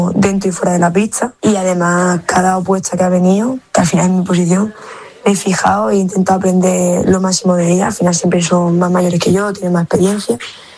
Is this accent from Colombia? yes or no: no; Almería, Andalusia, Spain; now in Seville, Spain; Para mí Almería siempre será casa, es y siempre será mi ciudad.